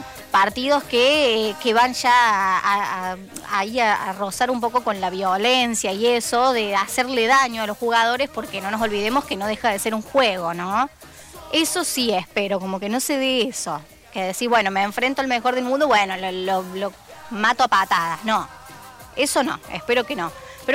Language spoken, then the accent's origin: Spanish; Argentina; como bien argentinos que somos.